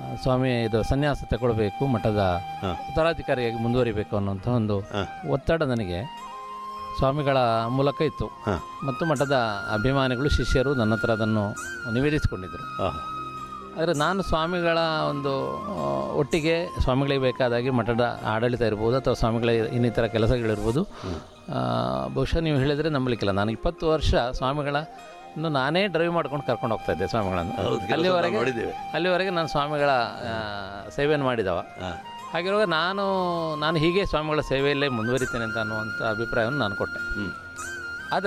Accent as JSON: {"language": "Kannada", "region": "Karnataka", "country": "India", "tie": "born or raised there", "said": "ನಾನು ಹುಟ್ಟಿ ಬೆಳೆದದ್ದು ಇಲ್ಲಿ, ನನ್ನ ವಿದ್ಯಾಭ್ಯಾಸ ಆದದ್ದು ಇಲ್ಲಿ ಸರ್ಕಾರಿ ಶಾಲೆ ಮತ್ತು ನಮ್ಮದೇ ಆದಂಥ ಕನ್ನಡ ಮಾಧ್ಯಮ ಶಾಲೆಯಲ್ಲಿ."}